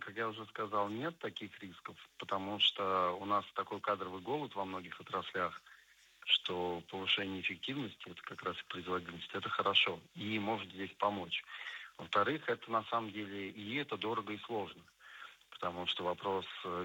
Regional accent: Dubna, Moscow Oblast, Russia; мне, как уроженцу Дубны

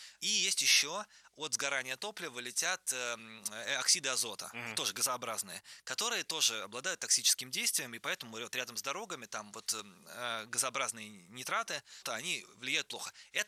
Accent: Chernogolovka, Moscow Oblast, Russia; now in Moscow, Russia; я как раз вырос в Подмосковье, в Черноголовке.

